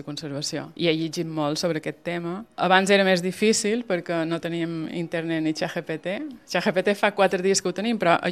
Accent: Fornalutx, Balearic Islands, Spain; born there; Ja he nascut a Fornalutx, Sóller, una cama a cada banda.

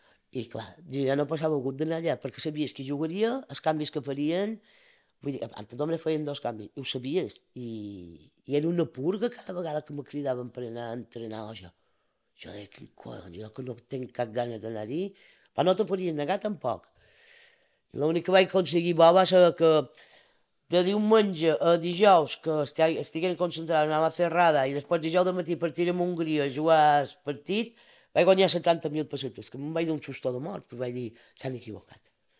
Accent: Bunyola, Balearic Islands, Spain

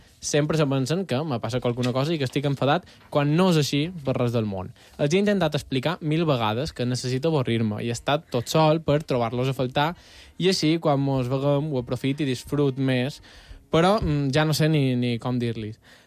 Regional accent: Marratxí, Balearic Islands, Spain

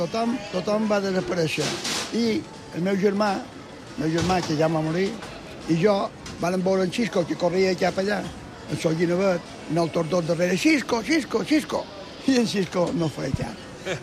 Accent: Palma, Balearic Islands, Spain; born there; Jo vaig néixer en el Matadero. M'entén, ma mare pelava peus i jo em fotien a dins un meritxanota i em tiraven un racó. Això és així. Quan vaig començar a caminar, ma mare pelava peus i jo estava a 50 metres de la nave dels xocs, de l'escorxó de Palma.

